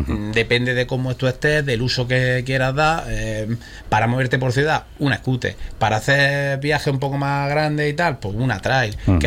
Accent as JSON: {"language": "Spanish", "region": "Andalusia", "country": "Spain", "said": "Sí, es que sí, es que somos andaluces."}